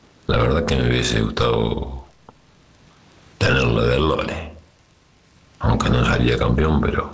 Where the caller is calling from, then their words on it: Facundo Quiroga, Buenos Aires Province, Argentina; de Facundo Quiroga.